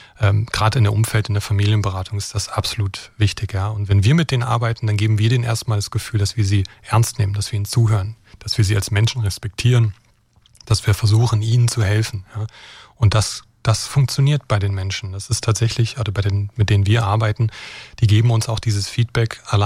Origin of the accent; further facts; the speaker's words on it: Brandenburg, Germany; ich bin in Brandenburg geboren und aufgewachsen.